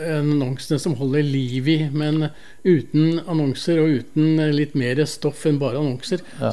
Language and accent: Norwegian; Nesodden, Akershus, Norway; når jeg vokste opp på Nesodden.